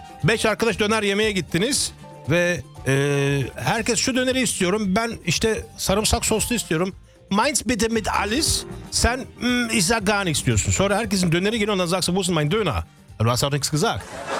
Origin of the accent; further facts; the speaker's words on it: Germany; ben burada doğdum, burada büyüdüm